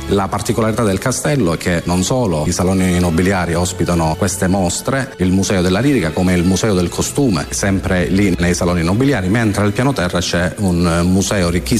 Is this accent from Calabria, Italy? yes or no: yes; Santa Severina, Calabria, Italy; born there; Io ci sono nato a Santa Severina